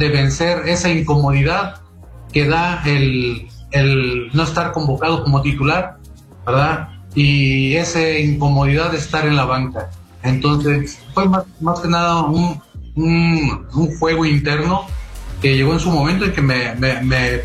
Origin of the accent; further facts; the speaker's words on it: Saltillo, Coahuila, Mexico; Aunque tenía 9 años, la primera vez que salí de Saltillo fui a un estadio allá en Monterrey